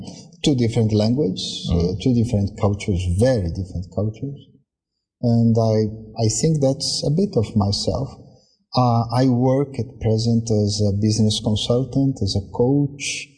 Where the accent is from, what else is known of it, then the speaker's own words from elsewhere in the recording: Brazil; I'm from middle class, and middle class in Brazil, at least at that time, we were quite open, especially in a city like São Pa